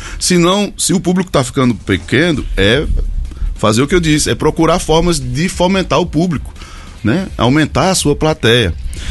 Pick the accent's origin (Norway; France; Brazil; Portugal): Brazil; Ceará; E também no Ceará, lá na minha região, na cidade do Crato e também na cidade de Juazeiro.